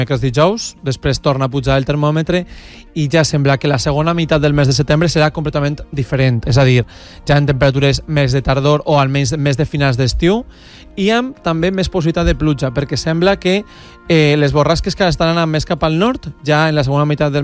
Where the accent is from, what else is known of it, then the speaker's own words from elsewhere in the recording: Ademús, Valencian Community, Spain; al meu poble, a Ademús